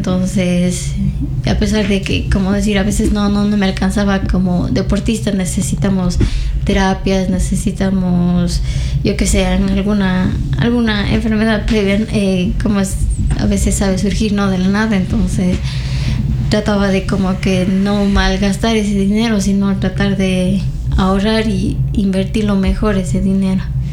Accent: Ecuador

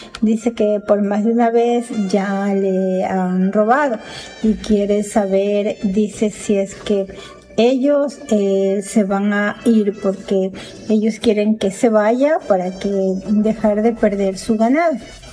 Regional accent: Ecuador; Sí, yo soy ecuatoriana. La bandera de mi bello país, el Ecuador, está fuera de mi casa.

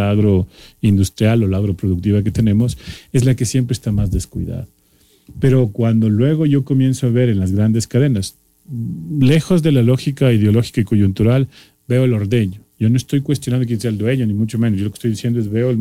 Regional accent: Bolívar, Ecuador; yo vengo de la provincia de Bolívar, por ejemplo, yo quiero ir a la provincia de Bolívar

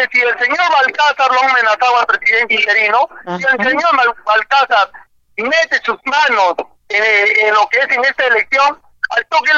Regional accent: Peru; nuestra patria amada llamada Perú.

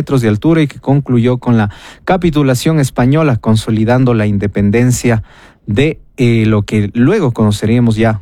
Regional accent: Cuenca, Azuay, Ecuador; se nos viene a la memoria como cuencanos. También esto nos llena de orgullo, pero principalmente como ecuatorianos.

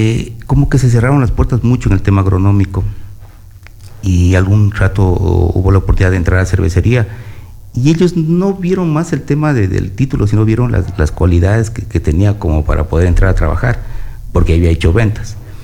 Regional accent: Urdaneta parish, Loja, Ecuador; born there; soy nacido ahí, orgullosamente.

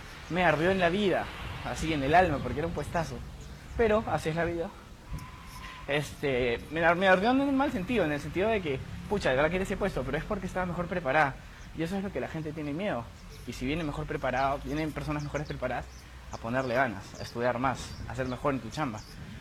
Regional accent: Peru; te das cuenta de la diferencia y te duele como peruano, te lo digo, como peruano a mí me dolió.

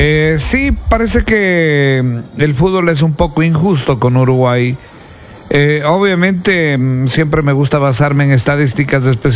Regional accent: Ecuador; en nosotros como ecuatorianos

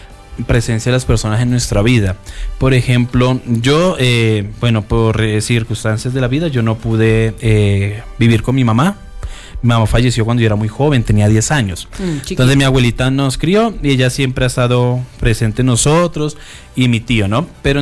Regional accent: Colombia; moved away; nosotros, por ejemplo, cuando venimos de Colombia

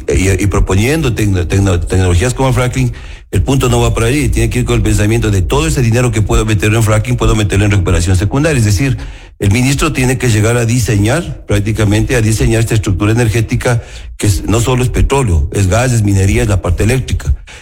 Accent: Ecuador; nosotros como ecuatorianos

